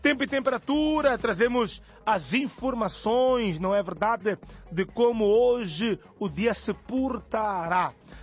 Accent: Mozambique; Eu sou africano. Imagina eu, moçambicano, chego lá no sul

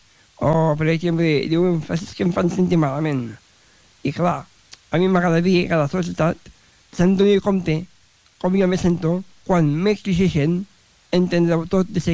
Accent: Tàrrega, Catalonia, Spain; jo soc de Tàrrega.

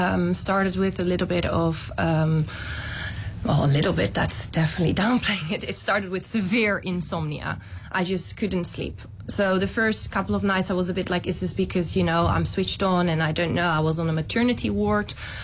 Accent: Netherlands; moved away as an adult; I'm from the Netherlands.

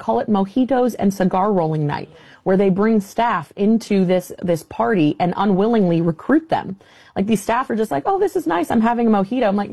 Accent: Florida, United States; my home state of Florida

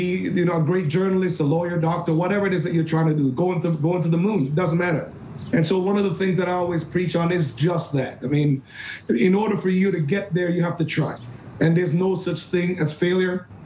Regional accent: Jamaica; born there; I think that I was born in Jamaica. And so in Jamaica, when you're in grade one, grade two, what track and field is the standard.

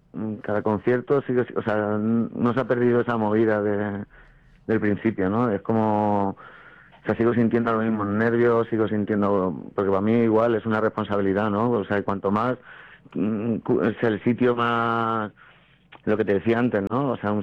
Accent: Elche, Valencian Community, Spain; yo soy muy de haber vivido esa fiesta de mi pueblo, ¿no? Yo soy una pedanía en Matola.

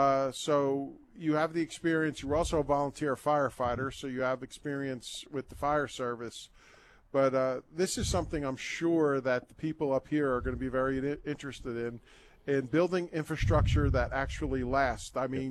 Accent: New Jersey, United States; it was easy for me because I grew up in New Jersey, as the audience know.

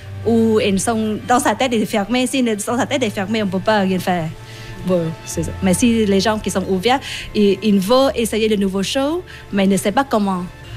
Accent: Vietnam; French is a second language; Je viens de Vietnam, mais pour l'instant, je ne travaille pas.

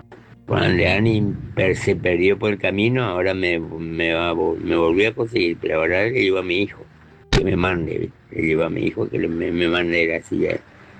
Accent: Clorinda, Formosa, Argentina; de Clorinda, Formosa, Panamá, frente a Asunción

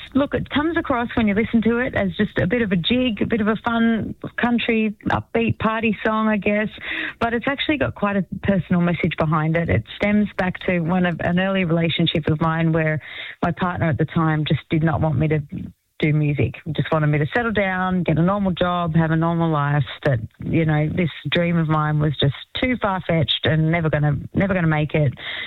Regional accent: Wamboin, New South Wales, Australia; I grew up in an area called Womboyne. So not Wombian, not the Wombian case. Womboyne. It's near Bungendore, on the outskirts of Canberra.

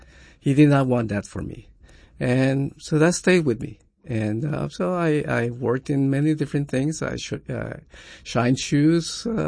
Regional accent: Ciudad Juárez, Chihuahua, Mexico; Well, that's, I grew up in Juarez, just like many kids from El Paso do, because it was cheaper to live there.

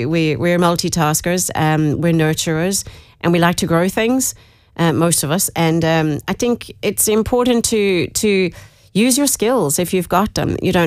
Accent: Dublin, Leinster, Ireland; also born or lived in South Africa / Botswana; now in Mayo, Ireland; I'm originally from Dublin. Lived in South Africa for a long time.

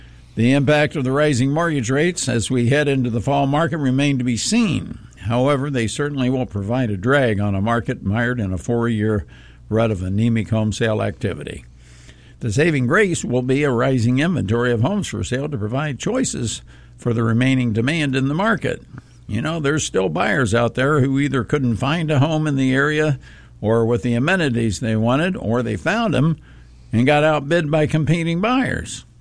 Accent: Ohio, United States; moved away; I grew up in Ohio.

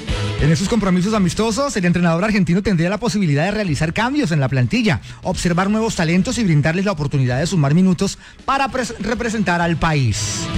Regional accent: Bogotá, Colombia; yo soy Rola. A mucho orgullo

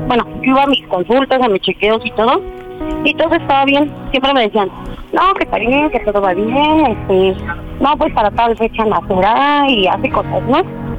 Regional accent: Ecatepec, State of Mexico, Mexico; Tengo 30 años, soy aquí de Catepec.

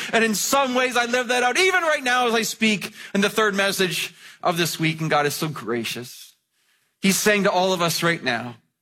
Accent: Mississauga, Ontario, Canada; I grew up in Clarkson, Mississauga. And I went to a school called Clarkson Public School

